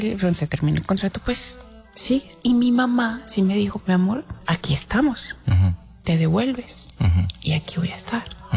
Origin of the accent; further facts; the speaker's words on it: Valencia, Carabobo, Venezuela; yo soy de Valencia, mi hermana llegaba a Valencia